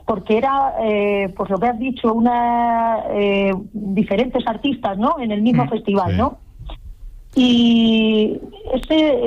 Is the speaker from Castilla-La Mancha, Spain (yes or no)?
yes; Valdepeñas, Castilla-La Mancha, Spain; nosotros somos de Valdepeñas